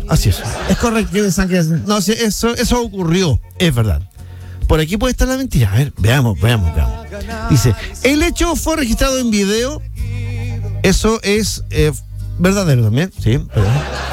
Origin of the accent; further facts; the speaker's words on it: Argentina; Mirá, soy argentino, que sí.